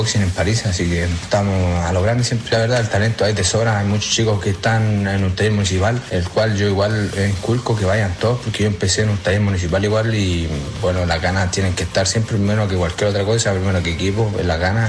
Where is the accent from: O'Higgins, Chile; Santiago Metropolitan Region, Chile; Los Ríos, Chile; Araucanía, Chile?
Araucanía, Chile; Pucón; moved away; feliz de poder llegar aquí a mi tierra.